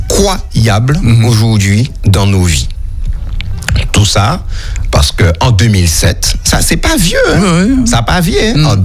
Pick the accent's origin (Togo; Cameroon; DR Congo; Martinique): Martinique; Eh bien, nous sommes chez nous en Martinique, et puis nous sommes capables de commander en Chine